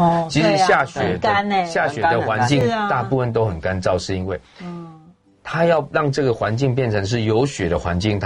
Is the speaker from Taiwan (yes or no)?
yes; Penghu County, Taiwan; 我们像我们澎湖人，我们澎湖有三个太阳